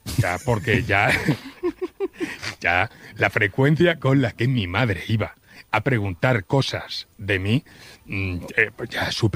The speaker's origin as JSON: {"language": "Spanish", "town": "Barcelona", "region": "Catalonia", "country": "Spain", "tie": "born or raised there", "said": "Donde crecí como Heidi, en la Clínica del Pilar."}